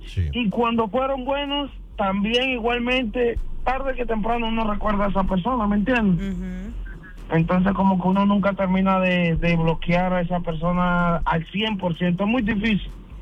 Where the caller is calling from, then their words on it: Dominican Republic; yo soy dominicano